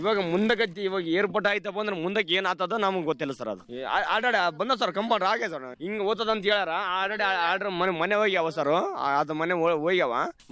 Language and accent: Kannada; Eganur, Karnataka, India; ನಮ್ಮ ಈಗನೂರಿಗೆ ಅಂದ್ರೆ ರಾಯಚೂರ್ಲಿಂದ ಅಂದ್ರೆ 8 ಕಿಲೋಮೀಟರ್.